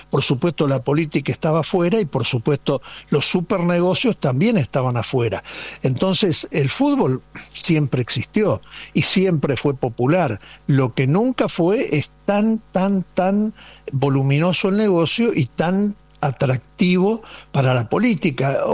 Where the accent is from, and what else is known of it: Argentina